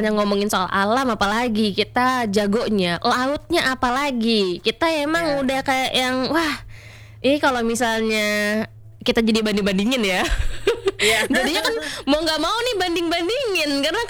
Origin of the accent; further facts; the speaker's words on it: Tanjung Pinang, Riau Islands, Indonesia; okay, kita emang dari kota Tanjung Pinang gitu, kota yang kecil atau mungkin bahkan gak banyak orang yang tahu dengan kota ini.